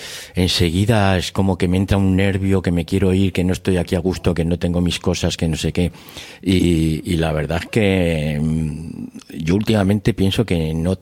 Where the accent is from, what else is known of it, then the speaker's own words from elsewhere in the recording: Ávila, Castile and León, Spain; moved away; also born or lived in Vitoria; yo me considero que mi ciudad es Ávila, porque es donde yo crecí, no nací allí siquiera tampoco yo nací en Vitoria